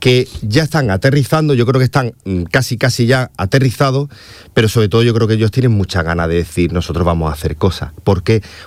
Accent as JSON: {"language": "Spanish", "region": "Andalusia", "country": "Spain"}